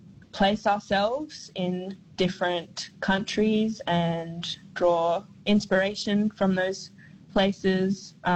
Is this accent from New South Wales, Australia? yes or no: no; Alice Springs, Northern Territory, Australia; I'm an Aranda woman from Central Australia, born and raised in Mbantu, Alice Springs. I also have family from the Torres Straits in Thursday Island and also the UK as well.